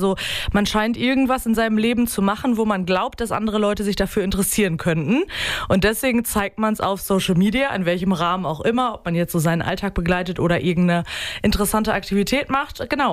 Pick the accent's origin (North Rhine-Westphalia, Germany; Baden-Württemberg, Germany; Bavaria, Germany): North Rhine-Westphalia, Germany; born there; now in Osnabrück, Germany; weil irgendwie dachte ich als gebürtige NRWlerin immer, ah ja, da oben ist ja alles flach und jetzt ist hier der Teutoburger Wald, was irgendwie sehr cool ist, dass man hier echt gut wandern kann.